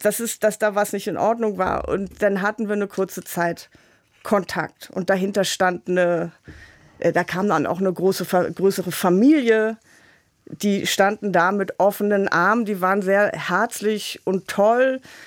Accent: Hamburg, Germany; Ich bin aus Hamburg.

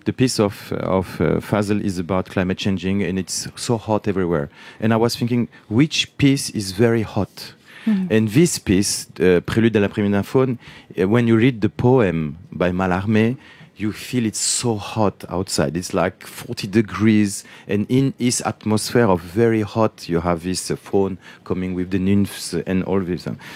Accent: France; born there; German is a second language; Ich bin in Frankreich geboren. Ich bin Franzose. Ich hatte in Paris Conservatoire gelernt.

